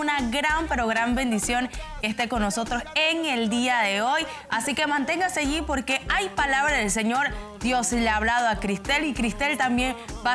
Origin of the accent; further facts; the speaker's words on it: Panamá Oeste, Panama; mi hermosa provincia Panamá Oeste.